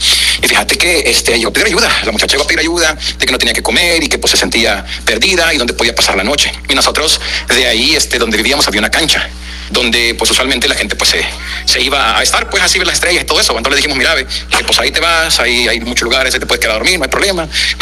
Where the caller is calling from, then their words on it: Santa Ana, El Salvador; Soy de Santa Ana.